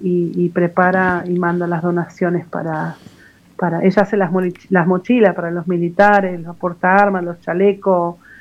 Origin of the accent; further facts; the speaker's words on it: Argentina; Yo nací, salí a la vida y me crié ahí con los animalitos, en el monte bajo un árbol, no tenía luz, como un indiecito más